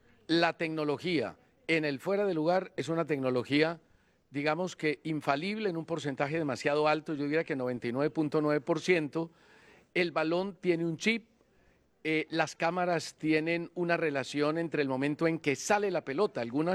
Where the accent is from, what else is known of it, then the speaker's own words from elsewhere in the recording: Colombia; que a uno como colombiano le encantaría decir, nos robaron, pero no.